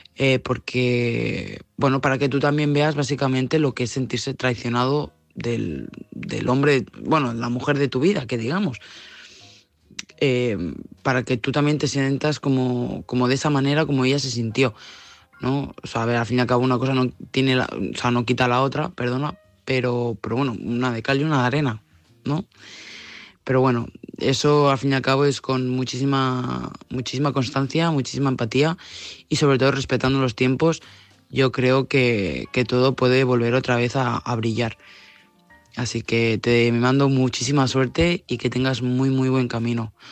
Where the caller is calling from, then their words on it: Barcelona, Catalonia, Spain; corresponsal de Barcelona